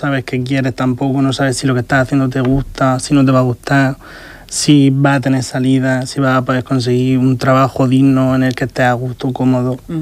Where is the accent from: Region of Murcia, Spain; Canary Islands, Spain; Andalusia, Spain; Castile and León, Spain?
Region of Murcia, Spain; Moratalla; Pues estuve en mi pueblo, Moratalla.